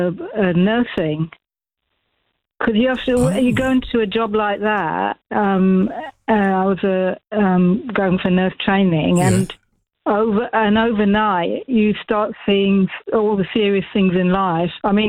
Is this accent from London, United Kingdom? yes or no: yes; London, United Kingdom; also born or lived in Cornwall; I grew up in London, but I went to train in Cornwall. So it was a long way away from home.